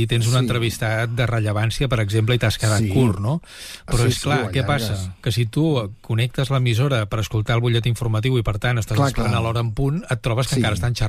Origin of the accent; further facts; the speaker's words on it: Catalonia, Spain; accent: Catalan; tant tu com jo, que som catalanoparlants, però que també parlem més o menys correctament el castellà, si parlem en castellà se'ns nota el nostre accent català